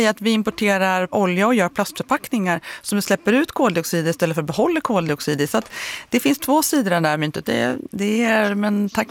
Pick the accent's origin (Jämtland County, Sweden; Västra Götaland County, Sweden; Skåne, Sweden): Jämtland County, Sweden; Jag ska ta med dig upp till mina hemtrakter uppe i Jämtlandsskogarna.